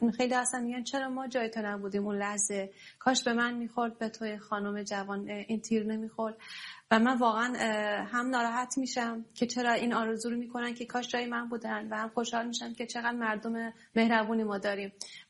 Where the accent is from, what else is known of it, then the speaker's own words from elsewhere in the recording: Iran; moved away as an adult; now in Italy; در کشور خب دور افتاده از ایران هستم، دور از خانواده و وطنم هستم،